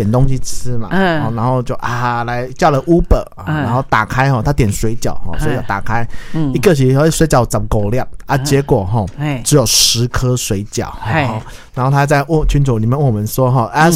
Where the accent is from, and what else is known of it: Taiwan